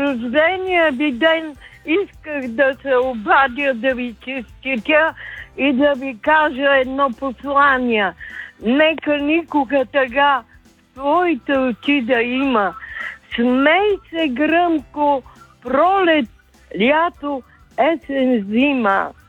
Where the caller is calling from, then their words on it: Montana, Montana Province, Bulgaria; От Монтана съм